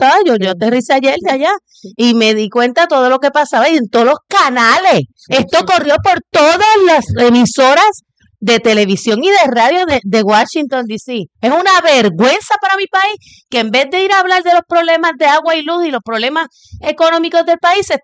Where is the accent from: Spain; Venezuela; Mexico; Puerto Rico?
Puerto Rico; San Juan; yo no vivo en Isla Verde, estaba con unos clientes. Viendo, yo soy de Río Piedra, ya.